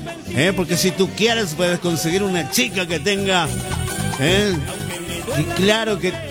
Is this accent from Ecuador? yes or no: no; San Ramón de la Nueva Orán, Salta, Argentina; soy de San Ramón de la Nueva Orán, pero laburo acá en Salta.